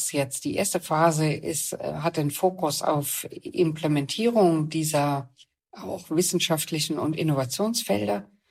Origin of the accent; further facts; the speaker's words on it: East Germany, Germany; moved away; also born or lived in Bielefeld; Ich selbst habe mich lange Zeit überhaupt gar nicht als eine Ossi-Karrierefrau angesehen. Ich war lange Zeit in Bielefeld